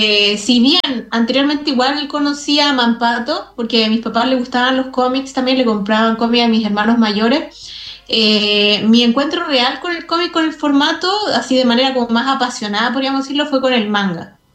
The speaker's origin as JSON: {"language": "Spanish", "town": "Iquique", "region": "Tarapacá", "country": "Chile", "also_born_or_lived": "Santiago", "moved": "as an adult", "said": "que yo soy de Iquique, pero viajé a Santiago a estudiar"}